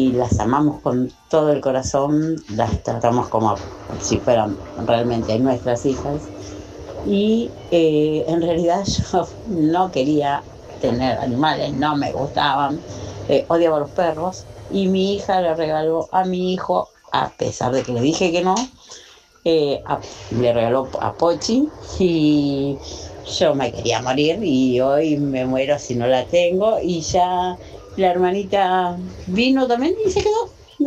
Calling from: Ciudad Evita, Buenos Aires Province, Argentina; de Ciudad de Vita.

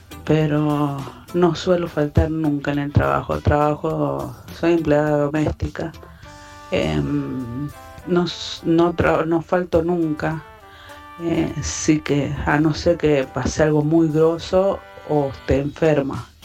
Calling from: San Juan, Argentina; de San Juan.

